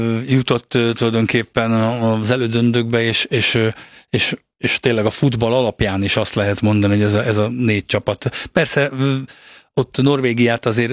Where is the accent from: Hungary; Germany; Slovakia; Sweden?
Hungary; azt hiszem magyarként